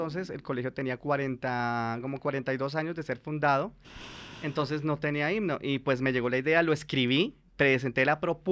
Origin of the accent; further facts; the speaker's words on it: Boyacá, Colombia; accent: Boyacá; tengo un acento boyacense